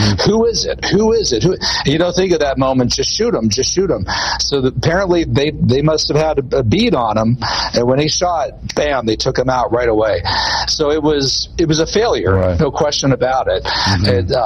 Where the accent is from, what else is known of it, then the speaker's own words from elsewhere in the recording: Butler, Pennsylvania, United States; I'm actually from Butler, Pennsylvania.